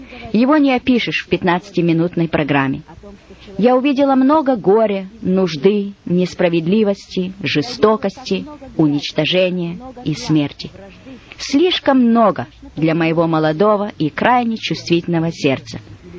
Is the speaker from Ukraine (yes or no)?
yes; Donbas, Ukraine; born there; Я родилась в России, в Донбассе, в тени дымящихся терриконов угольных шахт.